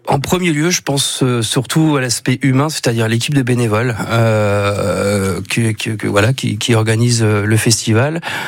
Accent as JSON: {"language": "French", "region": "Centre-Val de Loire", "country": "France", "said": "par chez nous, dans le Grand Lochois, le sud Touraine."}